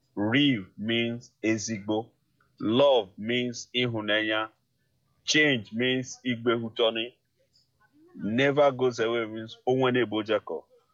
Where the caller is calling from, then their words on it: Delta, Nigeria; first language Ika; English is a second language; I'm from Delta States. I'm from Ika South, Bavo precisely. Language is Ika language.